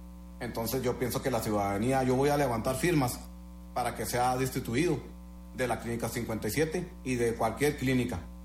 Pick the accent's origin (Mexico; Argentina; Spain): Mexico; Chihuahua; Yo soy un ciudadano de Elisa, Chihuahua, originario y nacido aquí.